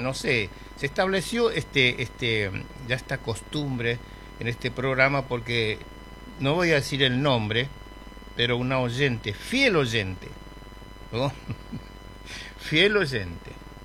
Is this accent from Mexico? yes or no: no; Chaco, Argentina; Yo soy de Sarmiento